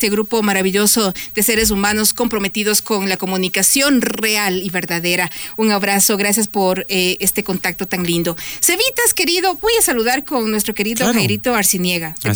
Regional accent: Ecuador; No vende, ¿qué quiere vender? Exacto. Así, se así somos

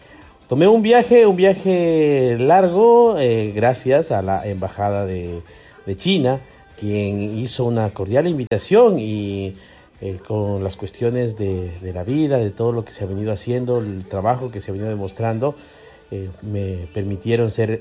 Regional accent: Ecuador; soy el único yaminguito que estoy por acá, soy el único ecuatoriano

